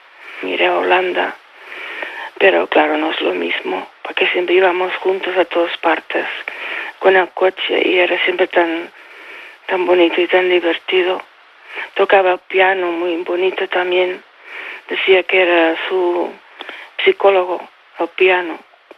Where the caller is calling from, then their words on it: Barcelona, Catalonia, Spain; Y yo, claro, vivo en Barcelona.